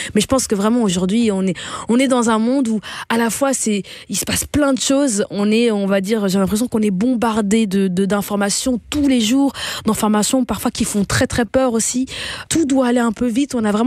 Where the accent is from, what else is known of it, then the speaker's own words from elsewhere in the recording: Flanders, Belgium; Moi, j'ai grandi en Belgique, j'ai grandi du côté flamand. Je suis toujours allée dans une école néerlandophone.